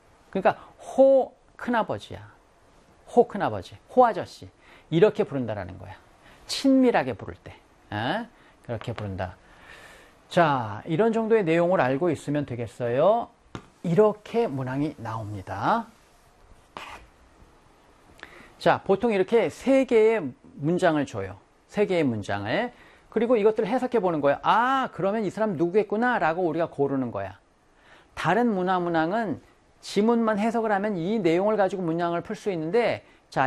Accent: South Korea; 우리 한국인으로서

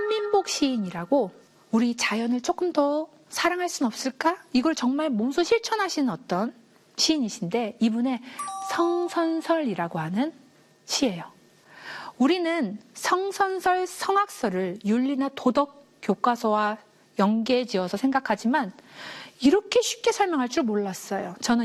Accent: Gongju, South Chungcheong, South Korea; 공주라는 단어였어요. 거기가 제 고향이거든요.

